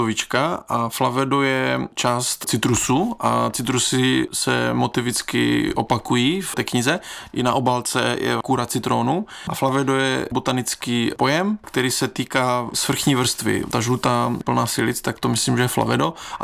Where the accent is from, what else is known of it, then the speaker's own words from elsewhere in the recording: Ostrava, Moravian-Silesian Region, Czechia; my jsme taky Ostraváci.